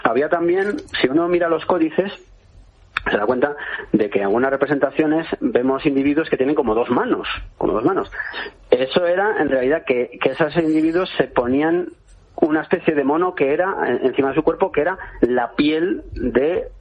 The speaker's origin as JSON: {"language": "Spanish", "town": "Cuenca", "region": "Castilla-La Mancha", "country": "Spain", "tie": "born or raised there", "said": "En mi pueblo, en Cuenca estoy."}